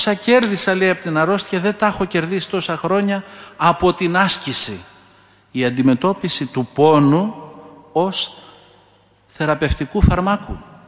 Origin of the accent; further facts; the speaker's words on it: Peloponnese, Greece; Είναι από τα μέρη μου, κάτω από την Κυπαρισία.